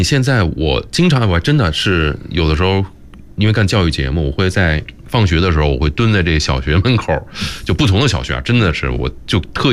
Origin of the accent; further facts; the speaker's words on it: Beijing, China; 我们小时候的北京，高雅老师也好，郝指导也好，咱们都是北京人。